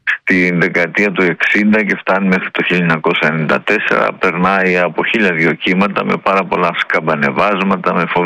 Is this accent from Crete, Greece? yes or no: no; Melates, Epirus, Greece; now in Athens, Greece; Μόλις έχω αφιχτεί από το χωριό μου στην Αθήνα.